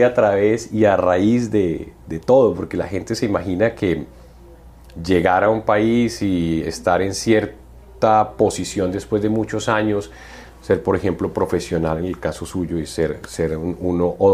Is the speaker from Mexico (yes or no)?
no; Colombia; moved away; a nosotros como colombianos y obviamente como latinoamericanos